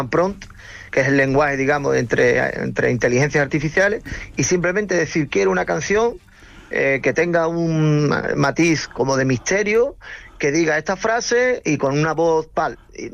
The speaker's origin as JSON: {"language": "Spanish", "town": "Cádiz", "region": "Andalusia", "country": "Spain", "said": "pues que yo soy de Cádiz y decir Massachusetts me cuesta, ¿eh?"}